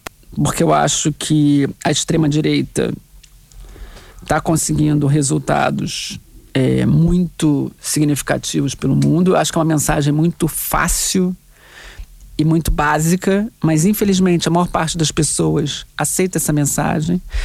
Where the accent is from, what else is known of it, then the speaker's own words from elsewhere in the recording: Portugal; Eu também sou portuguesa